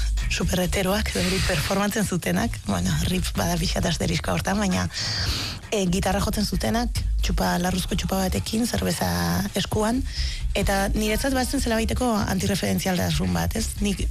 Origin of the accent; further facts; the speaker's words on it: Arrasate, Basque Country, Spain; born there; laro geigarren amarkada ziren jaio nintzen Arrasaten.